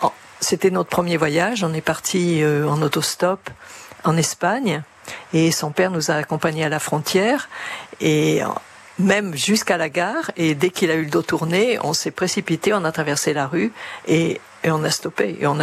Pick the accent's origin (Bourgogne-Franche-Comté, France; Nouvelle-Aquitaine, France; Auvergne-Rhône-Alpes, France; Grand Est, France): Nouvelle-Aquitaine, France; Arcachon; j'ai l'impression d'avoir grandi constamment dans l'été, dans la mesure où j'ai grandi à Arcachon. Donc la plage était le prolongement de mon existence.